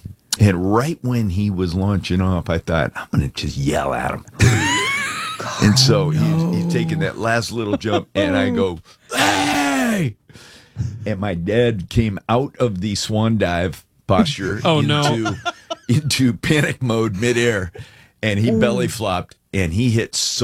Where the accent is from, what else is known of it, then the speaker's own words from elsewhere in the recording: Alaska, United States; So, and we needed it because we're from Alaska.